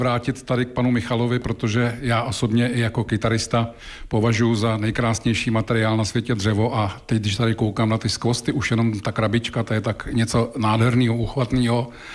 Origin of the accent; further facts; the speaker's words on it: Mumbai, Maharashtra, India; já jsem strávil podstatnou část dětství v Indii, v Bombaji